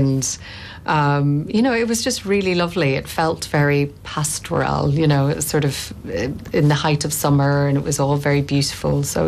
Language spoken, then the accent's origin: English; County Monaghan, Ireland; as a young woman growing up in Monaghan.